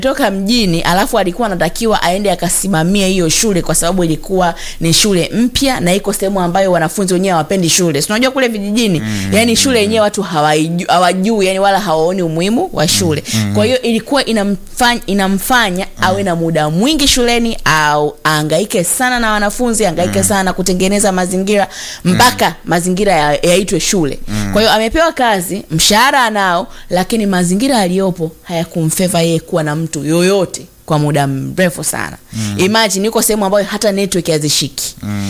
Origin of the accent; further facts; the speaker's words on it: Tanzania; Kwa sababu sisi ni Wakristo, lakini sisi ni Watanzania.